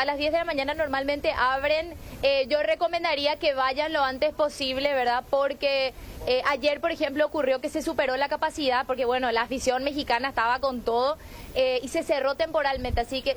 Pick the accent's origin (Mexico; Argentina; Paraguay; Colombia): Paraguay; como aficionada paraguaya y como que arranca el día del partido de Paraguay